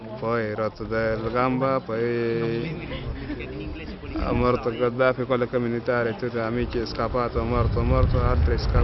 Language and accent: Italian; Libya; Italian is a second language; moved away as an adult; Allora, io vengo da Libia. In Libia io ho fatto militare.